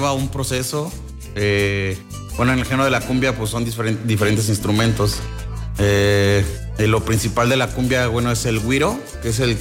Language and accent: Spanish; Mexico; pues ahora sí que uno como mexicano, pues nace creciendo y escuchando música